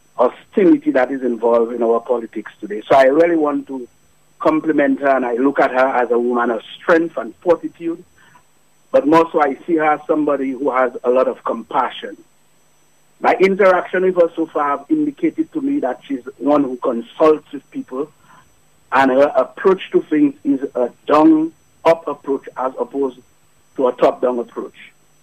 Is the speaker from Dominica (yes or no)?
yes; Roseau, Saint George, Dominica; Growing up in Roseau, all through the 80s, 90s